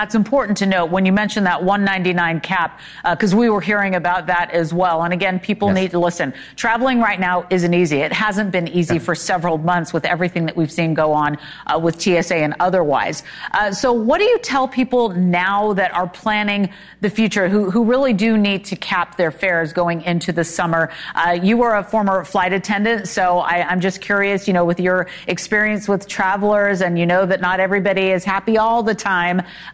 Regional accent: Sacramento, California, United States; I'm from Sacramento

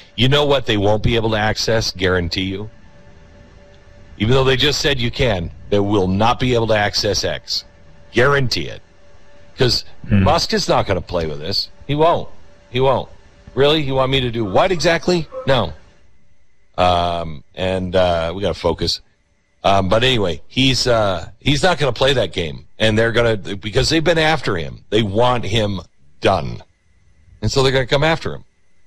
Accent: United States; God, I'm glad I am American.

